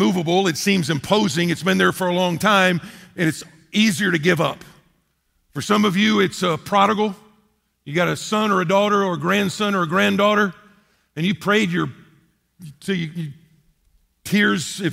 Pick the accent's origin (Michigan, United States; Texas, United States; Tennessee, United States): Texas, United States; also born or lived in North Carolina; growing up in Texas, going to school in Lubbock and Fort Worth, et cetera, is when we moved to Western North Carolina